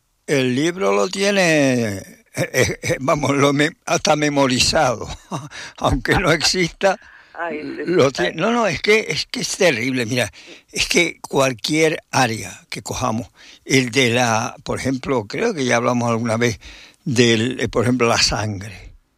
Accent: Lanzarote, Canary Islands, Spain; born there; Yo nací en Lanzarote

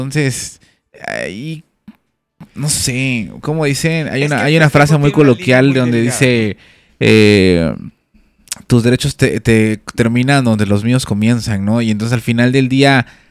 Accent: Mexico

